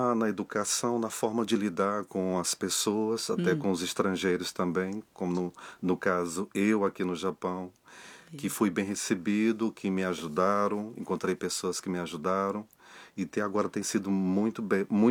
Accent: Água Branca, Piauí, Brazil; also born or lived in Uruçuí; Sou nascido e criado no Piauí e sou funcionário público, sou bancário, trabalho numa agência bancária lá na cidade de Água Branca. Antes trabalhava em Uruçuí, passei 12 anos em Uruçuí.

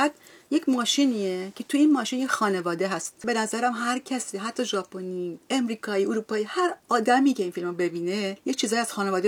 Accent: Hamadan, Iran; moved away as an adult; now in Japan; بعد از این همه سال که من خارج زندگی می‌کنم، من انقدر ایرانیم، حتی همدانیم.

